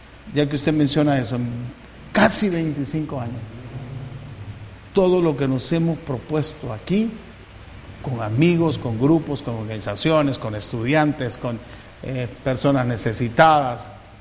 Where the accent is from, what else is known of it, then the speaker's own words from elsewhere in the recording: Honduras; Siendo yo hondureño.